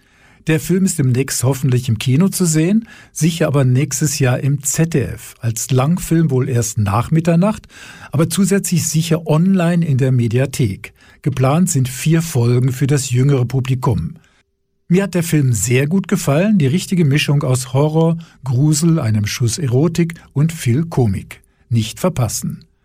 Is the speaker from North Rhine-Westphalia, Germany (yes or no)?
yes; Wuppertal, North Rhine-Westphalia, Germany; wie die Wuppertaler Schwebebahn, die aus meiner Heimat.